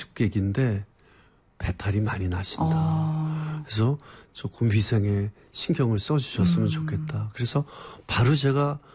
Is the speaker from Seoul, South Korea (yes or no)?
yes; Seoul, South Korea; 저도 서울에서 태어나서 교육을 받으면서 서울에서 자랐고요.